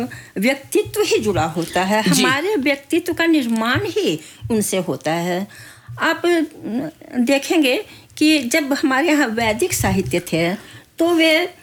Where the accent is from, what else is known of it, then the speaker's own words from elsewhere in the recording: Jharkhand, India; मैं झारखंड से हूँ